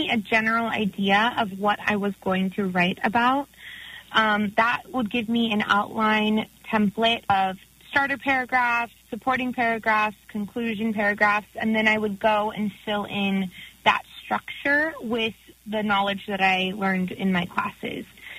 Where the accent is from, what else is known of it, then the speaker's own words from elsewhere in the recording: Sacramento, California, United States; I am from Sacramento, California.